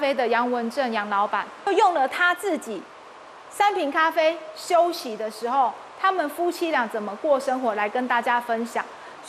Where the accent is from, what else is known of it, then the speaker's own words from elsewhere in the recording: Pingtung County, Taiwan; 我们屏东人